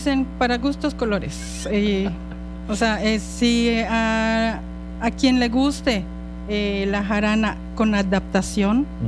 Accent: Tizimín, Yucatán, Mexico; now in Cozumel, Mexico; Yo vengo de la ciudad de Reyes Tizimín, Yucatán.

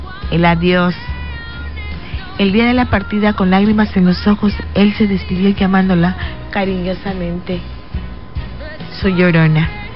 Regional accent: Santo Domingo Zanatepec, Oaxaca, Mexico; born there; also born or lived in Juchitán; Bueno, nací en Zanatepec, viví en Juchitán y me conozco la historia bien bonita. En zapoteco y en español.

